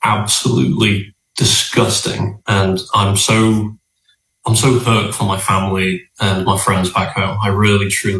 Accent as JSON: {"language": "English", "region": "England", "country": "United Kingdom", "lives_now": "United States", "said": "becoming a US citizen, because I'm more patriotic to the US and, funnily enough, I'm more patriotic to my home country, is you're not allowed to fly the Union Jack or the England flag."}